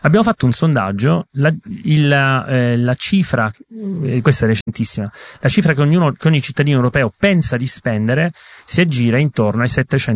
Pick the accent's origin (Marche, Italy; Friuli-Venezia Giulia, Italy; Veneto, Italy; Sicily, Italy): Sicily, Italy; accent: Sicilian; scusate il mio accento siciliano